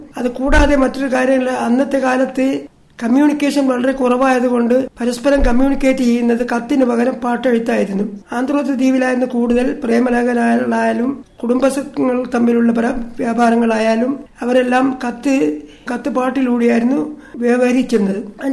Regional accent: Lakshadweep, India; born there; ഞാൻ ജനിച്ച കാലത്ത് ലക്ഷദ്വീപ് ഈ മാതിരി പുരോഗതിയുള്ള ഒരു കാലഘട്ടമായിരുന്നില്ല. 1941

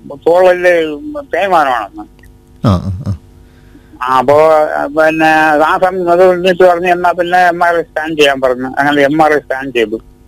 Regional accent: Karnataka, India; ഞാൻ കർണാടകയിൽ നിന്നാണ്.

